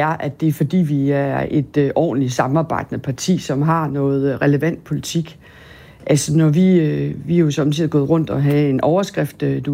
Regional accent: Jutland, Denmark; Jeg er jyde, men ikke så meget jyde, er nødt til at sige.

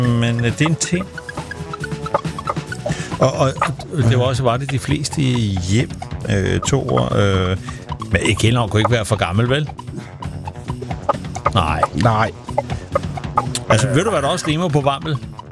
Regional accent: Klovborg, Central Denmark Region, Denmark; Jeg er fra Klovborg.

